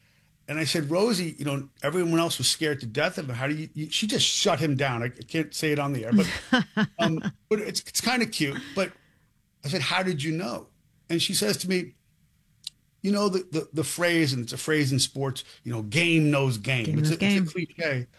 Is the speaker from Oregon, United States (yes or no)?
no; New York, United States; born there